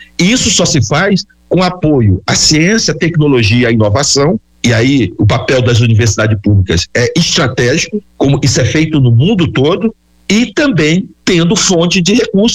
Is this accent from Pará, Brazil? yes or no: yes; Altamira, Pará, Brazil; moved away; eu morei em Altamira, no Pará, nos anos 70. Eu sou de uma família assentada da reforma agrária. Eu fui criado tomando banho no Rio Xingu.